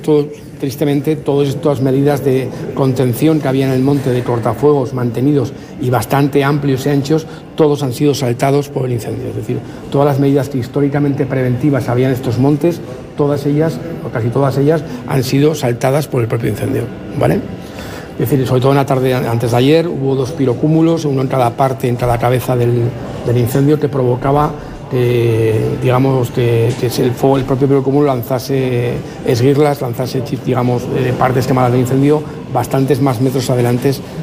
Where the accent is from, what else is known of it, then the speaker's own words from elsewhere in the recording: Huesca, Aragon, Spain; los que somos de Huesca conocemos la zona